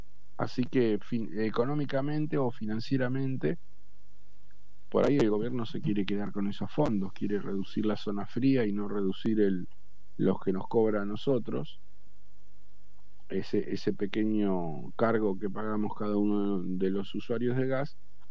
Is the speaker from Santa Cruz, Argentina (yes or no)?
no; San Miguel, Buenos Aires Province, Argentina; yo soy de San Miguel, provincia de Buenos Aires. En San Miguel hace parte del AMBA, ¿no?